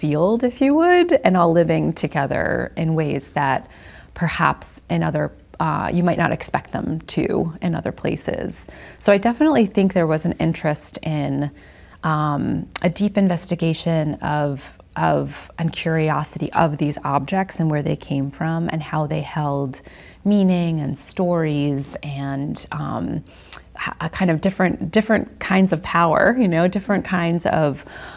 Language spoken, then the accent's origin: English; Queens, New York, United States; And so I feel very lucky that I grew up in Queens